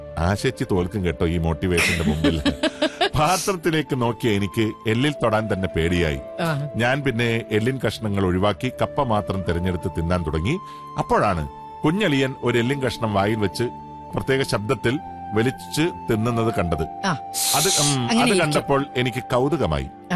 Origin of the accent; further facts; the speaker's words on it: Thiruvananthapuram, Kerala, India; തിരുവനന്തപുരത്ത് ജനിച്ചു വളർന്ന ഞാൻ ഇതിനെക്കുറിച്ച് കേട്ടിട്ട് പോലുമില്ലായിരുന്നു. കല്യാണ ശേഷമാണ് ആദ്യമായി ഈ ഭക്ഷണം കാണുന്നത് തന്നെ.